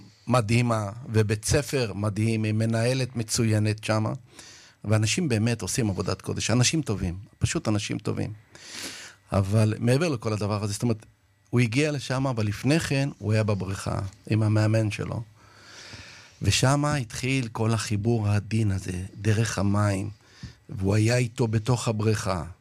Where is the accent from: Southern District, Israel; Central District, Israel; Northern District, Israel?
Southern District, Israel; Yoshivia; אני בן למשפחה חקלאית, אנחנו במקור ממושב יושיביה.